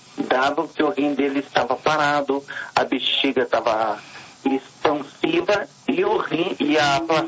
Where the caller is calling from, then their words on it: Araquari, Santa Catarina, Brazil; Eu falo de Araquari, Santa Catarina.